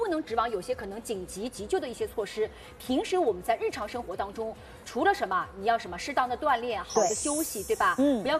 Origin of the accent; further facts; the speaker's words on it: China; 其实我们中国人是心脑血管问题高发人群啊